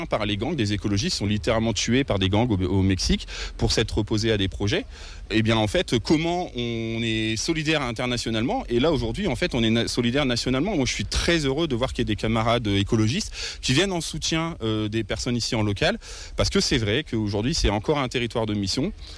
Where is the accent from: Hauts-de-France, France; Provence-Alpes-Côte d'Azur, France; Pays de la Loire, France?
Hauts-de-France, France; Oisy-le-Verger; also born or lived in Douai; je suis né à Douai, mais j'ai fait de 6 ans à 22 ans à Oisil-Verger, j'ai habité ici, donc je connais bien, c'est ma coin, comme on dit.